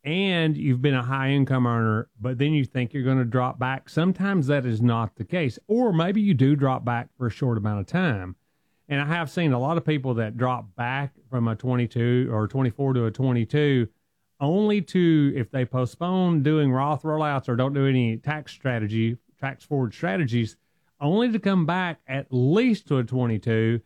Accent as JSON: {"language": "English", "region": "the South", "country": "United States", "accent": "strong Southern", "said": "I'm from the South and I got a strong accent"}